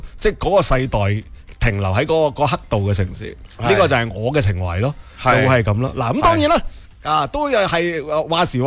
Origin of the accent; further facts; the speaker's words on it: Guangdong, China; 我哋广东人